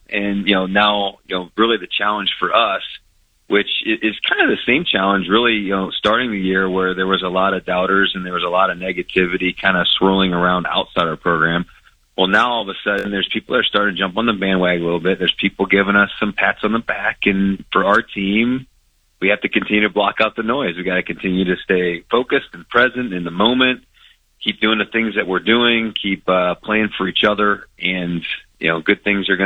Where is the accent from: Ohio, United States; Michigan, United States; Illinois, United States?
Ohio, United States